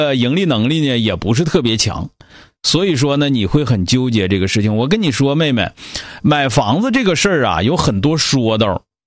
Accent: Northeast China, China; 你是一个女生，又是咱们东北人

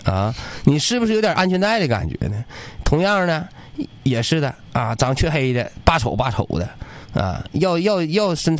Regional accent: Northeast China, China; 但是我们东北人都知道呲儿的是什么意思

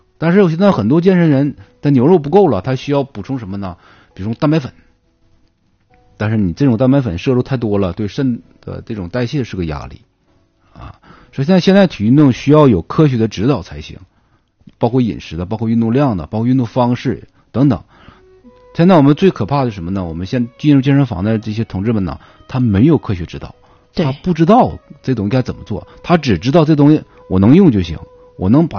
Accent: China; 我们中国传统功法是我们老祖宗啊专门为我们中国人量身打造的

